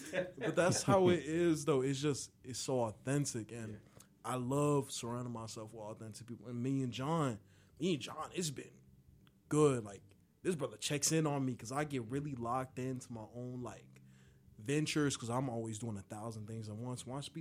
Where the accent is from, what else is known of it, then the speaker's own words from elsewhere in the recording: Chicago, Illinois, United States; Because I come from a place in Chicago that's a lot more like drill scene because I'm from the South Side.